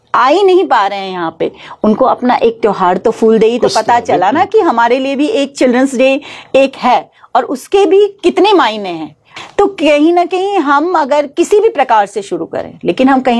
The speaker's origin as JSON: {"language": "Hindi", "region": "Uttarakhand", "country": "India", "said": "तो हम अपने उसमें देखें तो हमारे लिए गढ़वाली, कुमाऊनी, जौनसारी, ये भाषाएं जो हैं, ये भाषाएं हमारी मातृभाषा हम इनको कह सकते हैं।"}